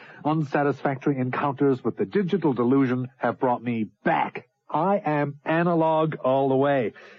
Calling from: St. John's, Newfoundland and Labrador, Canada; No, I'm calling from St. John's.

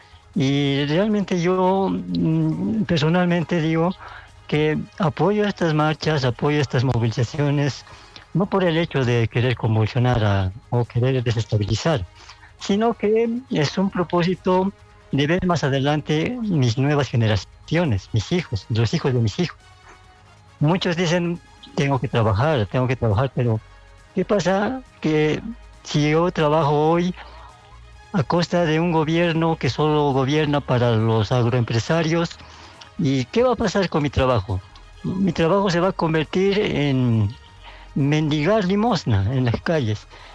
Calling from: Viacha, La Paz, Bolivia; Llamo desde Viacha

